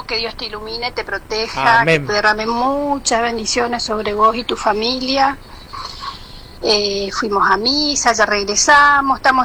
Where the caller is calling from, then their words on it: Oberá, Misiones, Argentina; Somos de Virgen de Guadalupe, acá de Oberá.